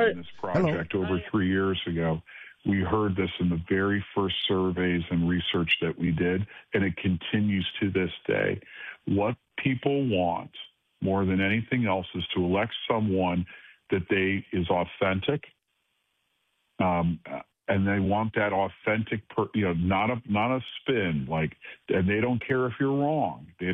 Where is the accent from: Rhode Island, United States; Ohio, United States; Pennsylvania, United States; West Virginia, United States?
Ohio, United States; Cleveland; I remember a guy, Dave Zupan, in Cleveland, Ohio, my hometown, someone I met.